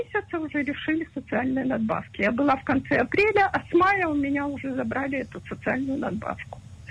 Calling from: Tel Aviv, Tel Aviv District, Israel; я из Тель-Авива

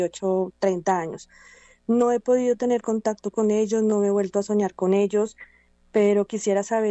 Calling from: Bogotá, Colombia; de Bogotá.

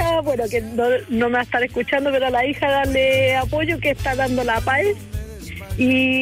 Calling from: Puerto Montt, Los Lagos, Chile; Puerto Montt.

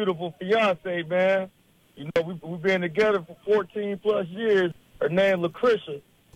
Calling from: Decatur, Illinois, United States; man. I'm calling from Decatur, Illinois.

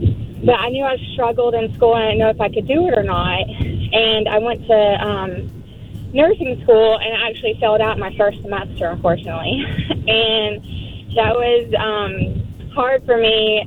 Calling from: Georgia, United States; I'm actually not from Chattanooga. I drive in from Georgia, North Georgia, near Blairsville, to go to school in Chattanooga for nursing school.

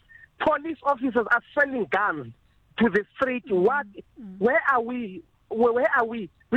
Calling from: Cape Town, Western Cape, South Africa; I'm from Cape Town.

